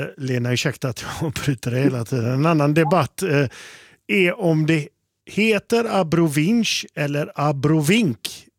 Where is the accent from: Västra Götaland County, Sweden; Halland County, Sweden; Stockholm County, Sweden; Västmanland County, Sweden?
Västra Götaland County, Sweden; Gothenburg; vi göteborgare